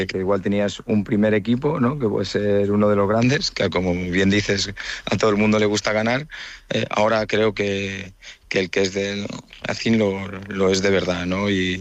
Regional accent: Santander, Cantabria, Spain

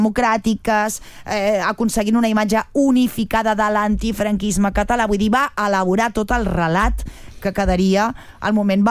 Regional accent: Catalonia, Spain

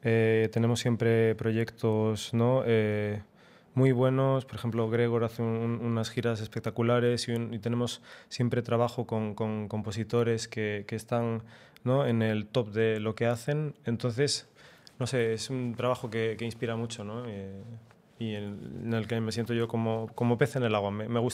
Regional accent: Ponferrada, Castile and León, Spain; yo vengo de una zona del Bierzo, de Ponferrada, y estamos en una zona cercana a Galicia

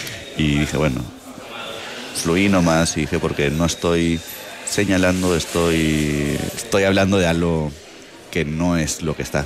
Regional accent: Quillabamba, Cusco, Peru; siendo de Perú, de Quillabamba, ¿no? Con origen de Quillabamba

